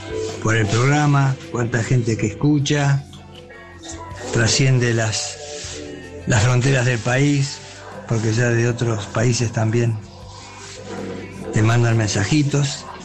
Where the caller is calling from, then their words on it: Argentina; de Luchan.